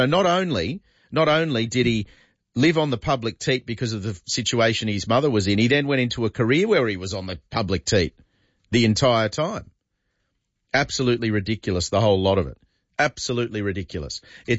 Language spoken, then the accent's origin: English; Australia; as an Australian